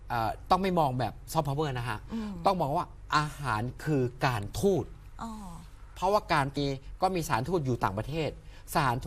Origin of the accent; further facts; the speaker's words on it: Bueng Kan, Thailand; ผมเป็นคนบึงกาฬ